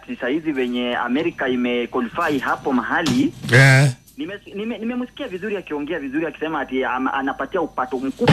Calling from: Nairobi, Kenya; Mimi saizi niko Kawangware.

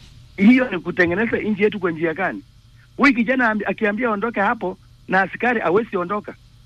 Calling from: Athi River, Machakos County, Kenya; kutoka Athiriva.

